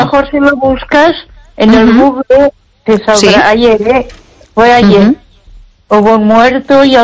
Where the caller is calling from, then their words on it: Ponferrada, Castile and León, Spain; Buenas noches, Esther. Soy … de Ponferrada.